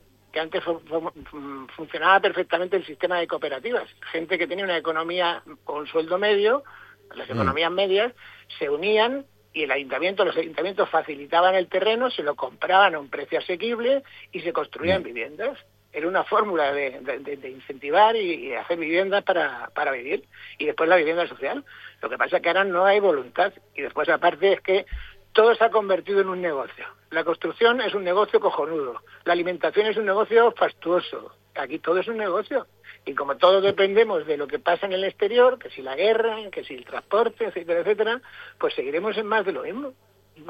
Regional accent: Canary Islands, Spain; siempre somos los canarios los que salvamos la temporada de verano.

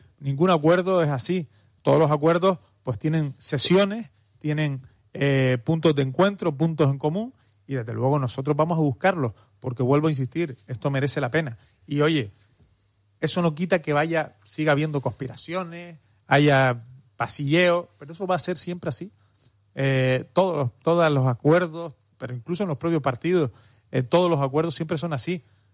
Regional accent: Telde, Canary Islands, Spain; vengo de Telde.

